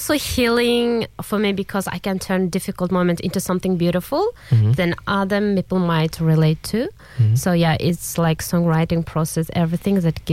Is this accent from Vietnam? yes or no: no; Kazakhstan; English is a second language; moved away as an adult; now in Sydney, Australia; growing up in Kazakhstan gave me a deep appreciation for emotional melodies and storytelling. Our culture has a beautiful traditional music